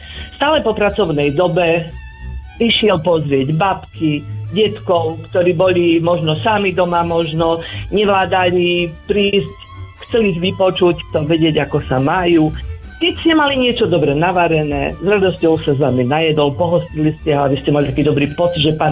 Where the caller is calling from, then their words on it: Bežovce, Košice Region, Slovakia; U nás v dedine